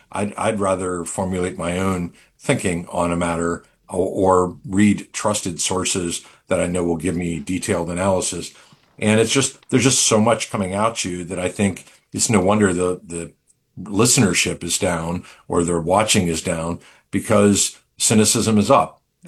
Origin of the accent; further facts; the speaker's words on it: Philadelphia, Pennsylvania, United States; moved away; also born or lived in Pittsburgh; I grew up in Philly, and I've repented of that, yeah, of course. I mean, I'm a full-blood Yinzer.